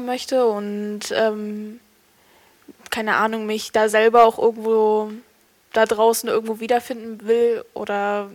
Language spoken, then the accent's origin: German; Cottbus, Brandenburg, Germany; wenn man jetzt Cottbus guckt, kenne ich natürlich die ganzen Orte in- und auswendig und das ist meine Heimat